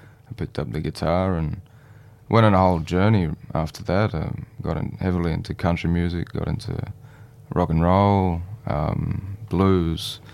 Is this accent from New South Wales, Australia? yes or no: yes; Sydney, New South Wales, Australia; moved away as an adult; I grew up in Sydney. I moved up a couple of years ago.